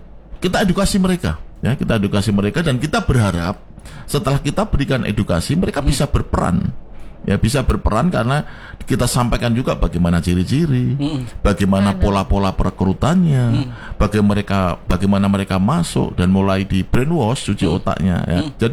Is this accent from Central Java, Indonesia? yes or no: yes; Salatiga, Central Java, Indonesia; Oh, Magelang. Tetanggaku tuh aku Salatiga tuh.